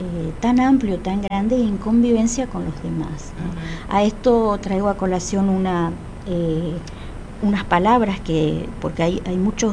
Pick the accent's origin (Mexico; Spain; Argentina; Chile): Argentina; nosotros como nación argentina